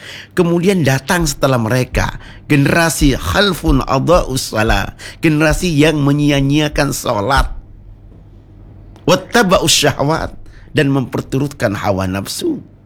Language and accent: Indonesian; Gresik, East Java, Indonesia; also born or lived in Egypt; Kalau kita orang Gresik seperti damar kurung.